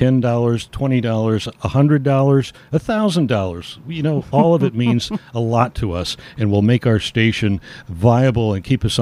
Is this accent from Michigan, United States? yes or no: no; South Bend, Indiana, United States; I grew up in South Bend.